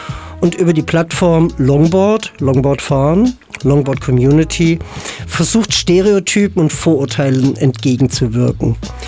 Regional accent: Mannheim, Baden-Württemberg, Germany; Ich bin aus Mannheim, wurde zurückgezogen.

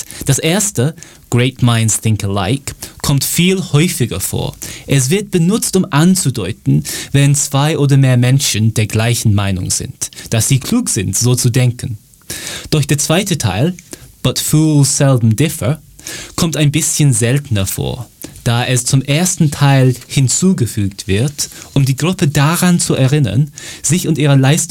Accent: North West England, United Kingdom; German is a second language; Das war ein traditionelles Fischerlied aus meinem Heimatland, dem Vereinigten Königreich, was in meiner Region, dem Nordwesten, sehr beliebt ist.

